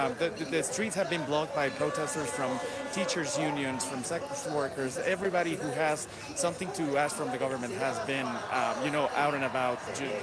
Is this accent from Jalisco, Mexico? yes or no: yes; Guadalajara, Jalisco, Mexico; That game will be played in my hometown of Guadalajara.